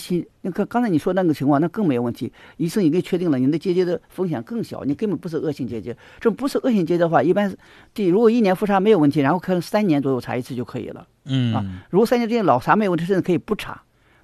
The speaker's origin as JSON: {"language": "Chinese", "country": "China", "said": "我们中国人"}